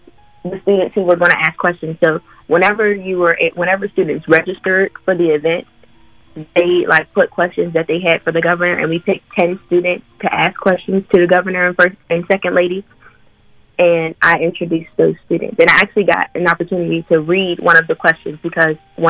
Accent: Rankin, Pennsylvania, United States; And I'm from Rankin, so he's like literally they're really literally down the street, and he and my granddad are good friends.

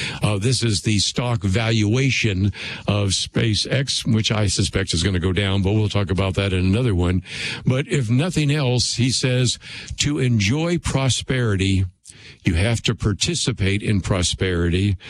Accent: California, United States; I learned when I was growing up in California. My governor there was Ronald Reagan.

